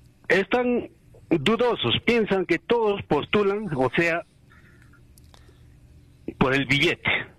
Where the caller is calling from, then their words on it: Puno, Peru; en Moravia